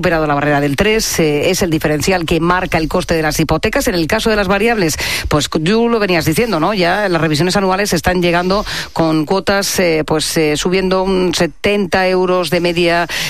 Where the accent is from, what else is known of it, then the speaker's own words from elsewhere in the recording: Jumilla, Region of Murcia, Spain; desde mi tierra querida, desde Murcia, en Jumilla